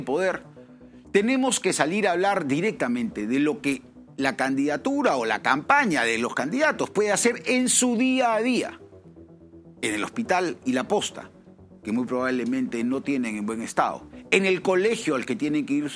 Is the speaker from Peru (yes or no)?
yes; Peru; nuestras posibilidades como peruanos